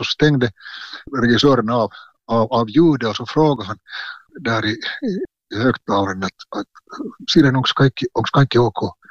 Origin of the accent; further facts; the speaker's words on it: Porvoo, Uusimaa, Finland; born there; also born or lived in Svartå; jag flyttade från Västnyland, eller vi flyttade från Västnyland till Östnyland när jag var där just fylla 7. Och så började jag i folkskola i Tolki svenska folkskola.